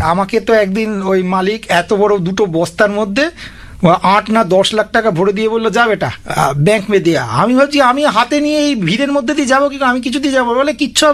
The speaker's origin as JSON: {"language": "Bangla", "town": "Nabagram", "region": "West Bengal", "country": "India", "tie": "born or raised there", "said": "1948 সাল থেকে এখানে বসতি, এটা হচ্ছে পঞ্চায়েত এলাকা। সেই নবগ্রাম পঞ্চায়েত এলাকায় আমার জন্ম, আমার বেড়ে ওঠা, আমি আজ 50 বছর বয়স পর্যন্ত ওখানেই আছি"}